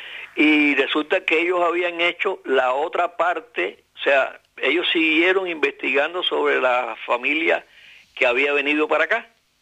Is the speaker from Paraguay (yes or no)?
no; San Antonio de los Baños, Artemisa, Cuba; born there; ahí en San Antonio de los Baños, que es donde yo nací